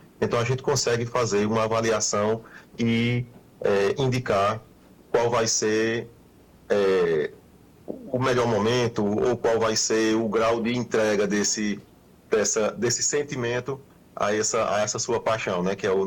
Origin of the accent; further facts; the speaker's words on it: Serra Talhada, Pernambuco, Brazil; Sim, eu sou de Serra Talhada, eu sou da capital do Chaxado, como dizem aqui.